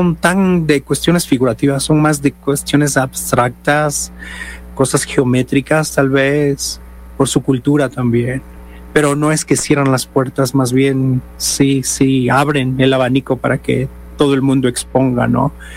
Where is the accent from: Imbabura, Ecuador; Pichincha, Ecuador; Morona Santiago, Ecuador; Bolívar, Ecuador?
Pichincha, Ecuador; Quito; born there; now in Cuenca, Ecuador